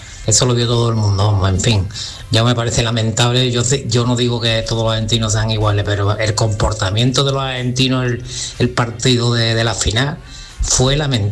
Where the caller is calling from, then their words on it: Seville, Andalusia, Spain; de Sevilla.